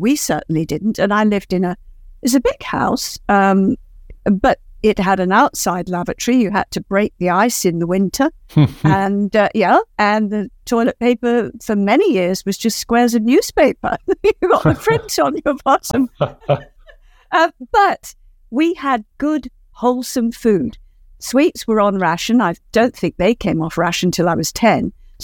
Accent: Kent, South East England, United Kingdom; born there; also born or lived in Woolwich / Ireland; I was born in Kent, spent many, many years in Woolwich.

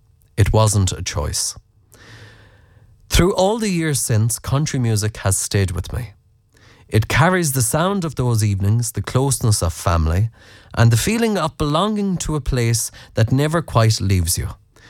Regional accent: Connacht, Ireland; But I was born in North Mayo back in the late 50s. I listen to your Friday night country music show every week, and I can honestly say it brings me closer to home more than anything else I know. I grew up on a small farm in Mayo

